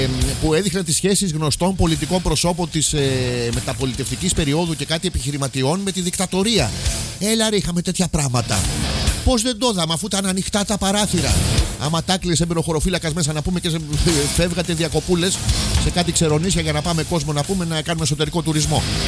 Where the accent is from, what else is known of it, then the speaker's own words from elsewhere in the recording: Kypseli, Greece; Άγιο είχαμε και μεγαλώσαμε στην Κυψέλη να πούμε που είχαμε τα χωράφια του καθένας. Είχαμε τα πρόβατά μας